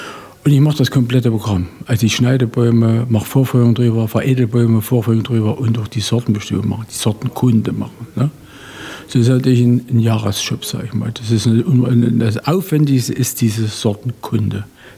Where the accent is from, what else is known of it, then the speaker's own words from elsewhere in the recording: Großkochberg, Thuringia, Germany; Ich bin in Großkochberg auf dem Bauernhof aufgewachsen.